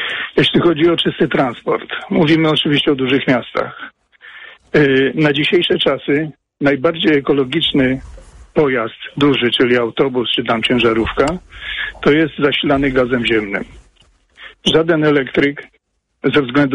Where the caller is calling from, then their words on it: Warsaw, Masovian Voivodeship, Poland; Nie, ja dzwonię z Warszawy, Targówka.